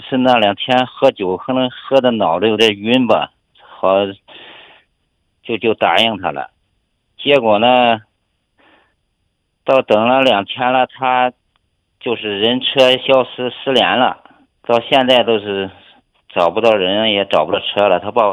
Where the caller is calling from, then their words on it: Henan, China; 我就是河南的，来新疆自驾游